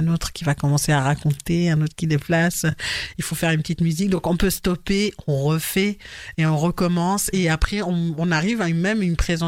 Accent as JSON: {"language": "French", "town": "Oran", "region": "Oran Province", "country": "Algeria", "tie": "born or raised there", "said": "Et après, j'ai grandi en Algérie, à Oran, et avec le Centre culturel français."}